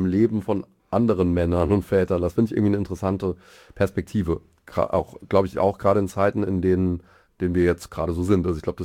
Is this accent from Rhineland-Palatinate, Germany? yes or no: yes; Mainz, Rhineland-Palatinate, Germany; moved away as an adult; now in Mannheim, Germany